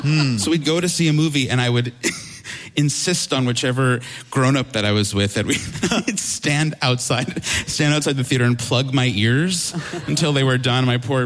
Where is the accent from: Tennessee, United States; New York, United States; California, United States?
New York, United States; I'm from New York, so even early on, there was a show on public radio on WNYC called New York Kids